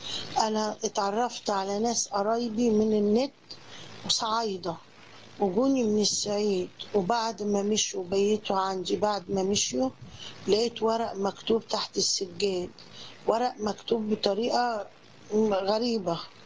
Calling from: Alexandria, Alexandria Governorate, Egypt; انا بنتك من اسكندرية

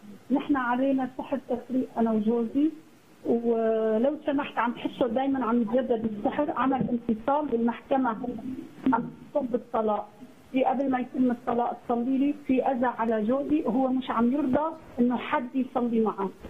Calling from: Germany; انا بتكلم من المانيا

